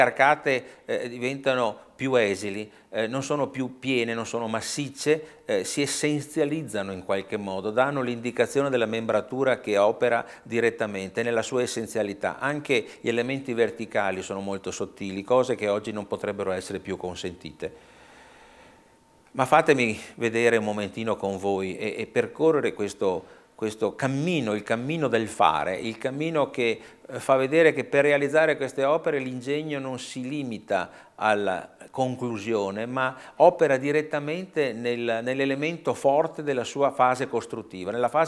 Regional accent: Padua, Veneto, Italy; passiamo a Padova, la mia città natale.

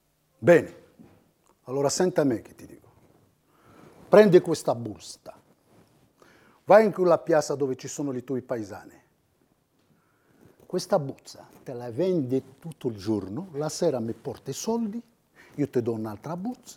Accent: Morocco; Italian is a second language; now in Italy; No, sono marocchino.

